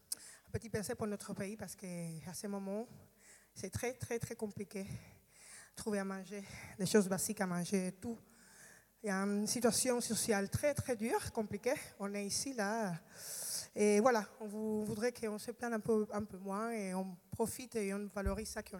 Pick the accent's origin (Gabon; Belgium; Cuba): Cuba; Havana; moved away; Mais chez nous, à La Havane, partout, à Cuba, c'est très compliqué.